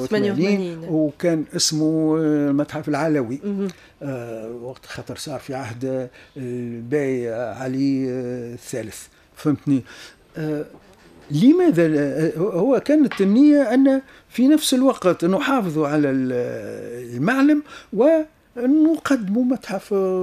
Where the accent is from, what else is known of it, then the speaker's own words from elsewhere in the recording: Tunisia; احنا عندنا في تونس في العاصمة